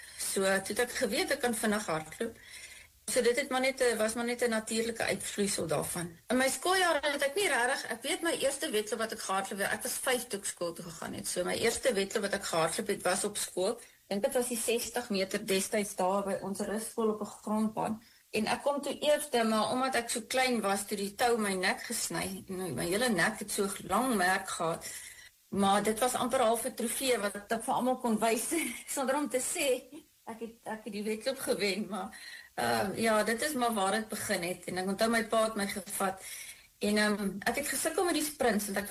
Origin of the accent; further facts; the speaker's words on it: Bloemfontein, Free State, South Africa; moved away as an adult; also born or lived in United States; now in Stellenbosch, South Africa; Ja, ek is in Bloemfontein gebore en daar skool gegaan. Lang daar gebly tot ons Amerika toe is. En ons was in Amerika vir 13 jaar en toe ons terugkom, toe kom ons Stellenbosch toe, want dit is my man se tuisdorp. Maar my hart is maar nog steeds in Bloemfontein, ek sal altyd 'n Vrystater wees.